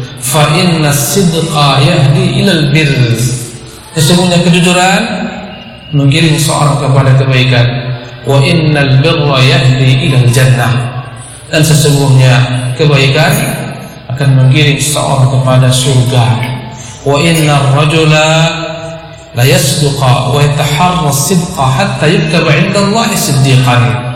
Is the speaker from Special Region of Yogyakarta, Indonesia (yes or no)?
no; Batam, Riau Islands, Indonesia; Saya dari Batam, antum dari Lombok, sebagian dari Bima.